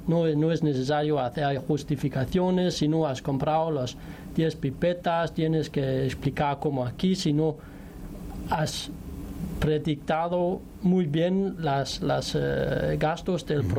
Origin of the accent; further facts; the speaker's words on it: Denmark; Spanish is a second language; moved away as an adult; also born or lived in France; now in Spain; soy danés y veo ahora en Dinamarca hay muchas financiación